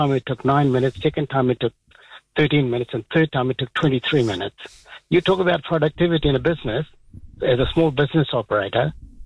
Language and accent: English; New Zealand; Hey, this debt is quite a problem for as a Kiwi, and I feel collectively we need to do something in order to bring that down.